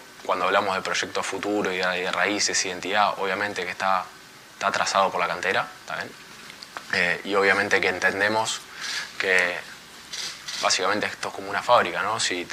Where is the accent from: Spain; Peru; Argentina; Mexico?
Argentina; que es siendo argentino y no siendo local y no siendo de raíces acá